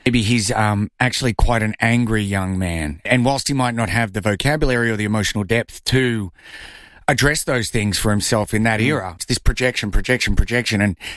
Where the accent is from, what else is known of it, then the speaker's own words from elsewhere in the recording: Brisbane, Queensland, Australia; I'm from Brisbane.